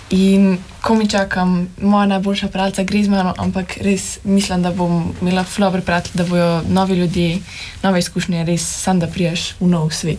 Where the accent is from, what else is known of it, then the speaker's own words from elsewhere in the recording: Polica, Central Slovenia, Slovenia; Ja, jaz sem pa z Police